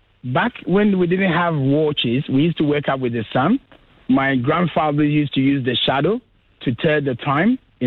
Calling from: Australia; I'm Aussie, pure Aussie, but my background's from Ghana

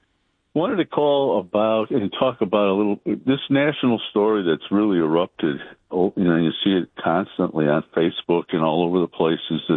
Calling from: Brownhelm, Ohio, United States; I'm right here in Brownhelm.

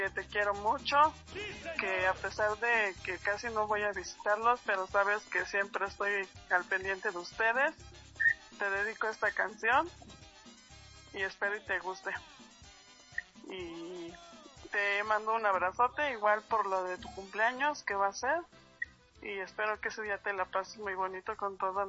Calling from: Milpa Alta, Mexico City, Mexico; Soy de aquí, de la delegación de Milpalta.

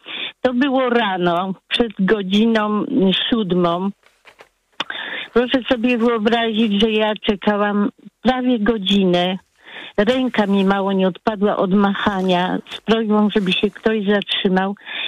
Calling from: Masovian Voivodeship, Poland; Ja spod Radomia.

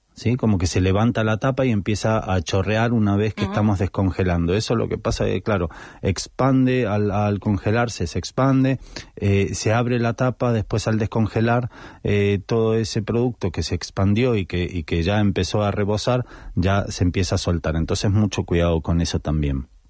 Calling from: Linares, Andalusia, Spain; Hola Guillermo … de Linares.

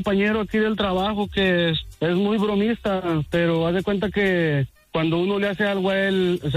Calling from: Alabama, United States; Soy de aquí, de Alabama.

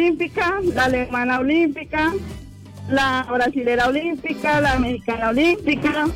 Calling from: Colombia; Yo vivo en Prado Vegas.

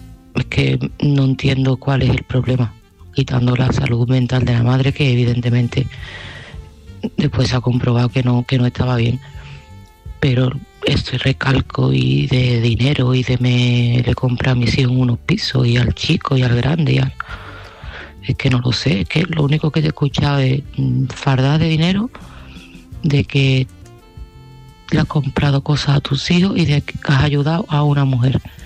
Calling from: Seville, Andalusia, Spain; de Sevilla

